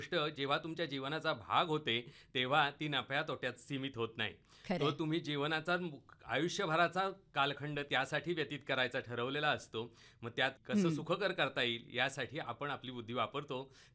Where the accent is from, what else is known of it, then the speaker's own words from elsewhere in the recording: Maharashtra, India; माझं गाव जांभुळाट, पूर्णगड जवळचं हे छोटंसं गाव. माझे पणजोबा, त्यानंतर आजी आजोबा, आई वडील हे लहानपणापासून शेतीशीच निगडीत आहेत.